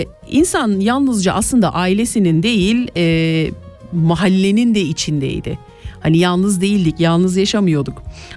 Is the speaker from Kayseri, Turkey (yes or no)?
yes; Kayseri, Turkey; Ben çünkü Kayseri'nin bir köyünde bir küçük bir mahallede büyüdüm. Gayet de mutlu ve keyifli bir mahalleydi orası.